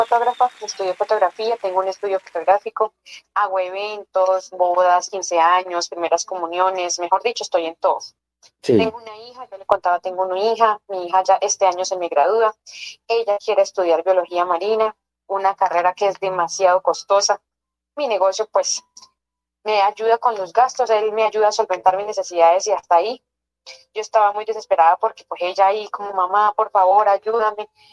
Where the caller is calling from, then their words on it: Bogotá, Colombia; Bogotá, barrio Quirigua